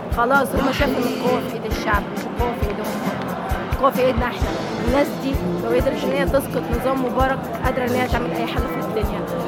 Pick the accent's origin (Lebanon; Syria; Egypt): Egypt; جاب حكومه رجال اعمال سرقونا احنا كمصريين، ما خلوش معانا حاجه.